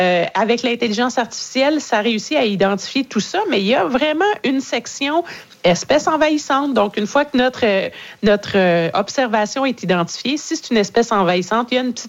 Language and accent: French; Magdalen Islands, Quebec, Canada; chez nous, en Gaspésie, aux îles de la Madeleine